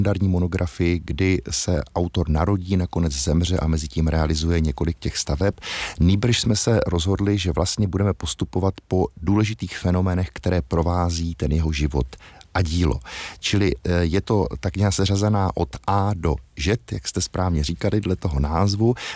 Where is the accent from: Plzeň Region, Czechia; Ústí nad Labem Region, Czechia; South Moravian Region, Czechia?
South Moravian Region, Czechia; Tišnov; Já pocházím z Tišnova, což je město kousíček od Brna